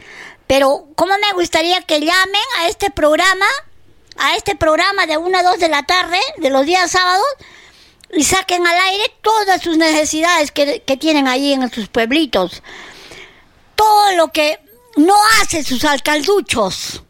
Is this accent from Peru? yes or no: yes; Arequipa, Peru; como ciudadana peruana y arequipeña.